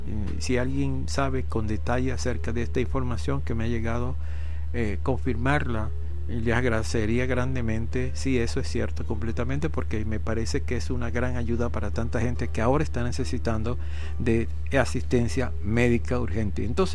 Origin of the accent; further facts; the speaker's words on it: Venezuela; Nosotros nos conocemos como venezolanos